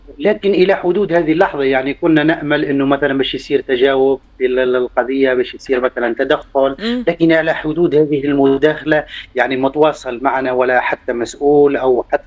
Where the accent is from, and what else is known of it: Tunisia; moved away as an adult; now in Oman